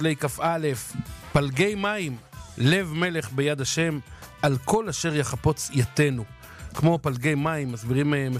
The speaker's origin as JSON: {"language": "Hebrew", "town": "Jerusalem", "region": "Jerusalem District", "country": "Israel", "said": "אני ירושלמי"}